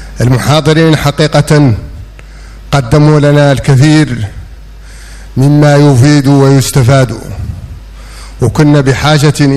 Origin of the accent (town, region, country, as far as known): Mauritania